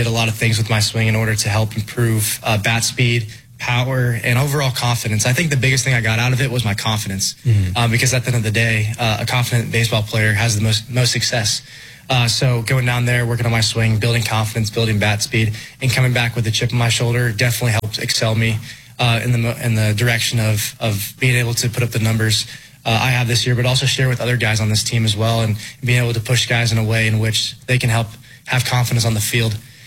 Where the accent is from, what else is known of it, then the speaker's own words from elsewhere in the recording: Colorado, United States; So going down to Arizona, my parents just moved down there. So I'm still from Colorado, but they're like, ah, oh, you're from Arizona now. I'm like, no, I'm not.